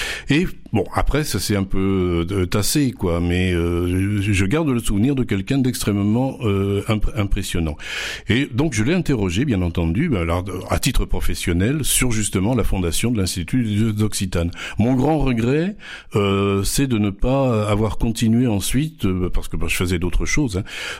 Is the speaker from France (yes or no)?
yes; Provence-Alpes-Côte d'Azur, France; Moi, je suis des Alpes du Sud, hein, donc c'est assez loin de l'Hérault, où c'est toujours la même langue.